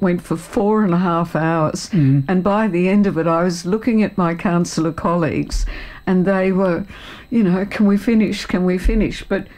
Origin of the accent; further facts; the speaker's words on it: Hobart, Tasmania, Australia; moved away as an adult; I was born and raised in Hobart, went away for over 30 years